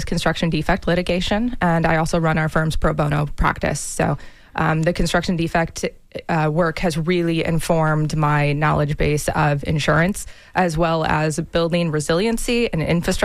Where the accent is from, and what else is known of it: Michigan, United States; moved away as an adult; now in Tampa Bay area, United States